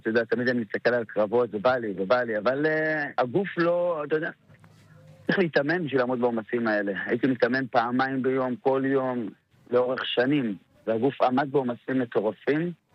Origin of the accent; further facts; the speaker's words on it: Netanya, Central District, Israel; נתניה בשבילי זה ללכת למורי בשכונה בתור ילד קטן